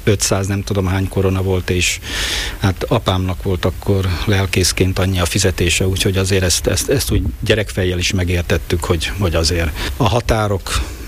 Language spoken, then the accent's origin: Hungarian; Hungary; én itthon vagyok, innen származom, mondhat bárki bármit, én szeretem ezt a vidéket.